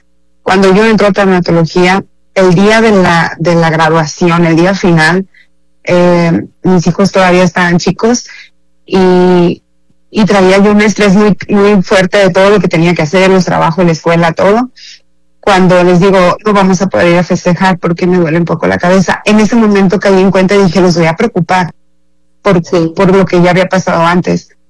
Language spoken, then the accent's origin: Spanish; Sonora, Mexico; moved away as an adult; now in Culiacán, Mexico; yo no soy de aquí, del estado de Sinaloa, soy de Sonora. Sí. Y el año que me vine para acá fue en el 2004.